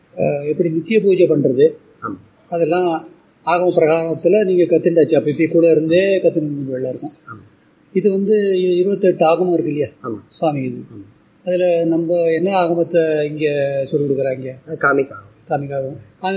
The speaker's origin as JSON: {"language": "Tamil", "town": "Mayiladuthurai", "region": "Tamil Nadu", "country": "India", "tie": "born or raised there", "said": "மயிலாடுதுறை தான் எனக்கு ஊர், அப்படி அங்கே தான் இருக்கேன்"}